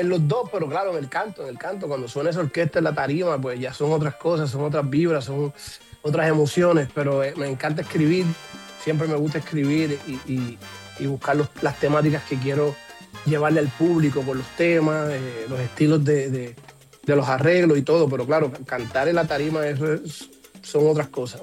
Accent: Naguabo, Puerto Rico; yo me crié con mis abuelos en Puerto Rico, en un campito bello, se llama Nahuabo. Cuando digo campo es porque es bien pueblo, bien humilde, súper gente buenísima.

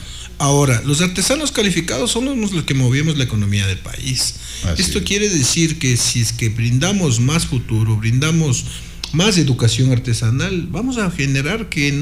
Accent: Riobamba, Chimborazo, Ecuador; born there; Le habla alguien que tiene 48 años de edad, aunque no me pregunta la edad, pero tengo 48 años de edad y nací aquí en Riobamba

